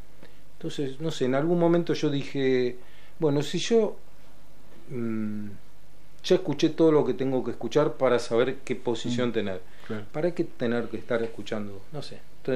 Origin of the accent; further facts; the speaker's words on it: La Plata, Buenos Aires Province, Argentina; also born or lived in Córdoba; Y es como que yo soy de La Plata. Yo nací en Córdoba, pero en Córdoba iba para fin de año y nada más.